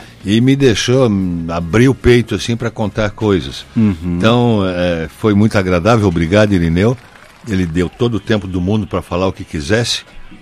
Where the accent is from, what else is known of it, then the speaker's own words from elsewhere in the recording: Brazil; Eu sou brasileiro, falo português